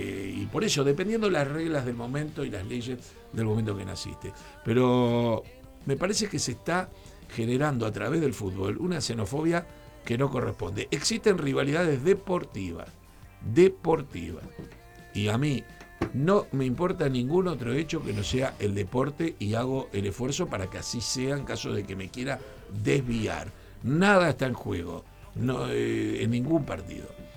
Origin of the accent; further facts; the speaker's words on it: Uruguay; nosotros los uruguayos